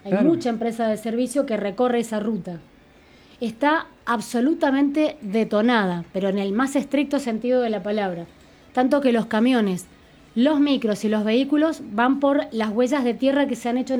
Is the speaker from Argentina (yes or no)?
yes; Alvear, Argentina; No hay día que no recuerde y no diga que soy de Alvear y soy orgullosa de Alvear.